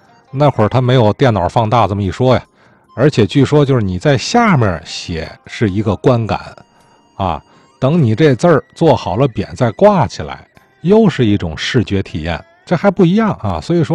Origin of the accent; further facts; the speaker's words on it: Tianjin, China; 咱们天津人首先想到就是劝业场啊，